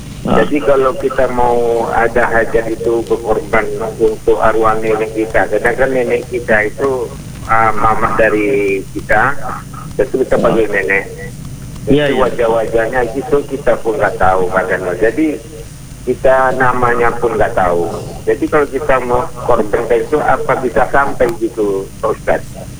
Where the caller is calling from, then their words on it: Kampar, Riau, Indonesia; Di Kampar Utara saya, Pak.